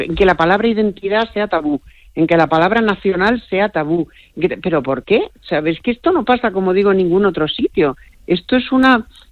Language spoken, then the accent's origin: Spanish; Spain; O sea, yo soy española, me siento muy orgullosa de ser española, me siento muy orgullosa de mis raíces